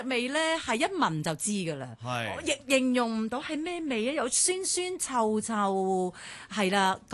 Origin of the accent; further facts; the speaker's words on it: China; 所以咧我哋中國人講話即係